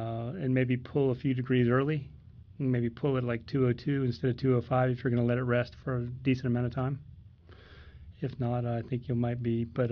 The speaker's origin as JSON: {"language": "English", "region": "California", "country": "United States", "tie": "born or raised there", "moved": "yes", "said": "Growing up, I grew up in California"}